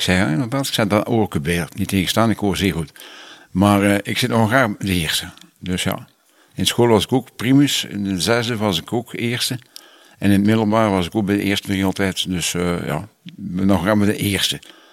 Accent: Ghent, Flanders, Belgium; we komen eigenlijk van Gent Centrum. En dat noemen we de Veermanstraat. Daar liep het water nog, de Schelde, de naam van de Schelde. En dat was praktisch in het centrum.

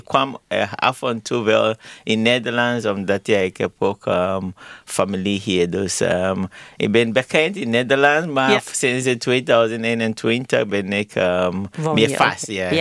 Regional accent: Ghana; now in Amsterdam, Netherlands; ik kom uit Ghana en ik woon ook in Zuidoost.

